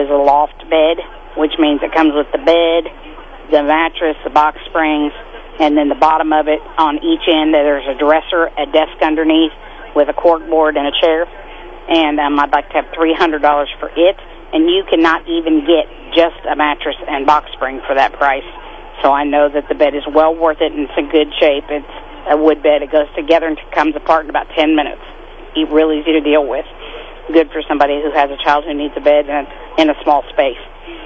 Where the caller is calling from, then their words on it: Marshall, Missouri, United States; Hi, I'm calling from Marshall.